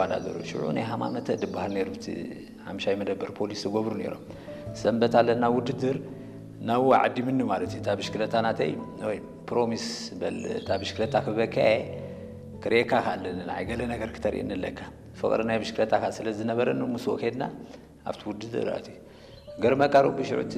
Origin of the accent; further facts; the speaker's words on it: Asmara, Maekel, Eritrea; ብ99 ኣብ ማይ ተበናይ ተወሊደ